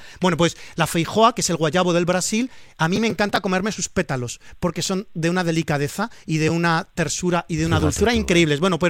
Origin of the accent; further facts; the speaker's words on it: Valencian Community, Spain; Yo a ti te voy a recomendar, como buen valenciano, el cumquat.